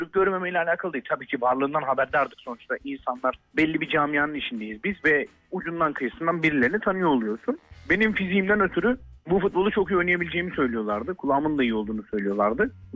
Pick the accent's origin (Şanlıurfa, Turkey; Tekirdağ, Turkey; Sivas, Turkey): Tekirdağ, Turkey; Çorlu; Sonrasında Çorlu'da doğup büyüdüğüm yerde başladım liseye.